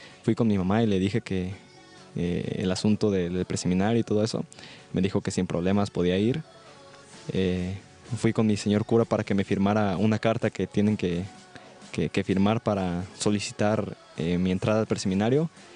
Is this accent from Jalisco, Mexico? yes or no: yes; Tala, Jalisco, Mexico; Soy originario de Tala, Jalisco. Mi parroquia es San Francisco de Asís, la que está en el centro de Tala, donde está la plaza y todos los demás lugares de atracción. Y yo tengo 19 años